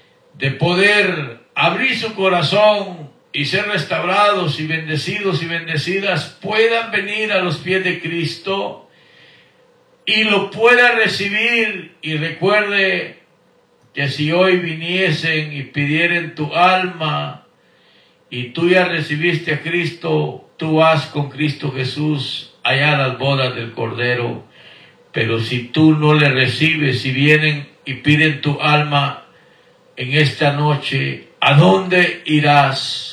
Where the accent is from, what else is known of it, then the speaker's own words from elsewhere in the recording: Guatemala; born there; moved away; a mi tierra natal en Guatemala